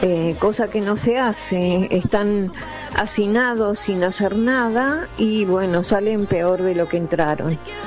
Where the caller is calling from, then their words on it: La Plata, Buenos Aires Province, Argentina; de La Plata.